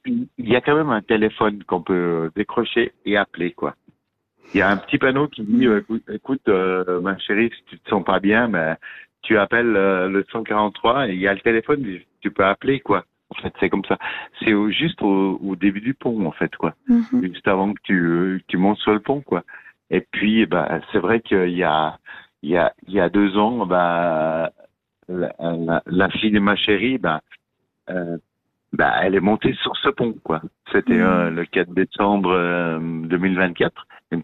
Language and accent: French; Broye, Switzerland; Parce que moi, je ne suis pas de Genève, je suis de la Broye.